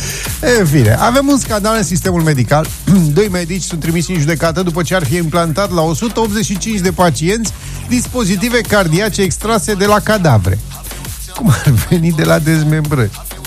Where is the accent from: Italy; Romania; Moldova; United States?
Romania; Că suntem români